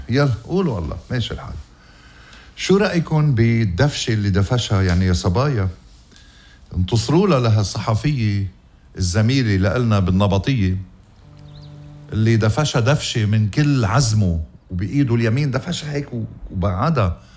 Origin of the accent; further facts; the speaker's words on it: Ghazir, Keserwan-Jbeil, Lebanon; هالدير وسلسلة الأديار اللي أسسهم ابن ضيعتي الحلوة غزير